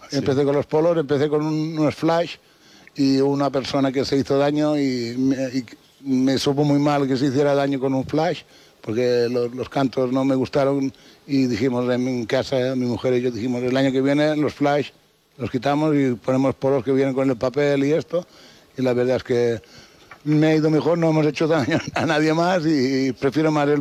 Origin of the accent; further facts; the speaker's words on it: Mahón, Balearic Islands, Spain; nosotros hace 63 años que estamos aquí en el pueblo y yo nací ya aquí en Mahón y tal. Y la verdad es que me considero menorquín y de Villacarlos hasta la médula.